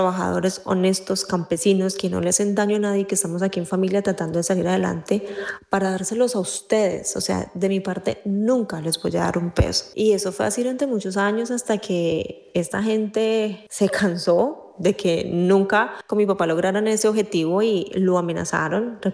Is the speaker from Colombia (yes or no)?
yes; Colombia; moved away as an adult; now in Bremen, Germany; Mi infancia en Colombia, hermosa. Yo recuerdo cuando mi papá nos llevó para el campo, eso fue más o menos en el año 2000